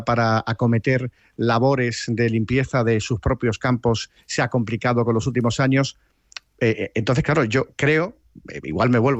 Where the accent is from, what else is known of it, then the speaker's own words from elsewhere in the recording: Andalusia, Spain; now in Madrid, Spain; yo soy andaluz, pero mi mujer es madrileña